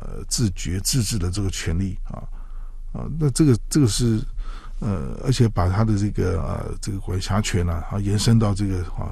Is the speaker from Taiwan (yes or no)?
yes; Taiwan; 甚至包括我们台湾人都面临了这个这个中国大陆